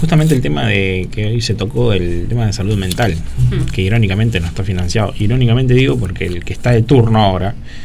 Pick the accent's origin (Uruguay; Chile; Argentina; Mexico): Argentina